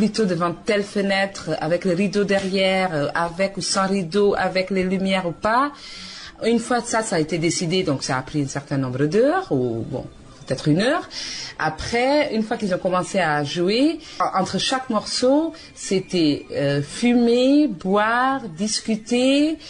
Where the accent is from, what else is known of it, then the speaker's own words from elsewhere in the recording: Curaçao; now in Bayonne, France; je suis originaire de Curaçao, les Antilles hollandaises, et j'habite à Bayonne depuis février 2010.